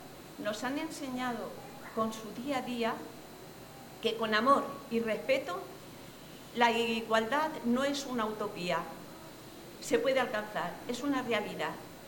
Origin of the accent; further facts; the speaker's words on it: Miguelturra, Castilla-La Mancha, Spain; transmitirle el amor a mi pueblo, que era su pueblo a la vez